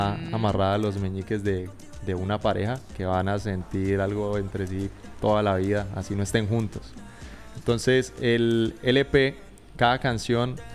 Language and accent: Spanish; Popayán, Cauca, Colombia; moved away as an adult; now in Medellín, Colombia; Yo soy de aquí de Popayán, estudié el colegio y universidad aquí. En este momento vivo en Medellín.